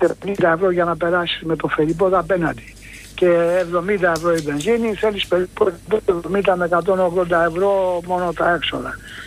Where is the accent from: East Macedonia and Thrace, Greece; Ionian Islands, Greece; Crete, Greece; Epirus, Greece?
Ionian Islands, Greece; Corfu; Είναι άπιαστο να φανταστείς και εγώ που είμαι από την Κέρκυρα